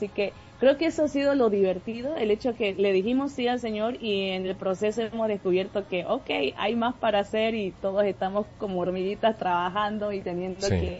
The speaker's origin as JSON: {"language": "Spanish", "country": "Bolivia", "tie": "born there", "said": "Sí, no, yo nací en Bolivia, mi español está bien, mi mamá nunca nos dejó olvidarnos el español"}